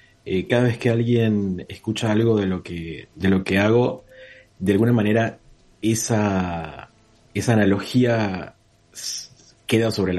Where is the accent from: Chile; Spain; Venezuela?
Venezuela; moved away as an adult; now in Argentina; Yo nací en una casa, yo soy venezolano.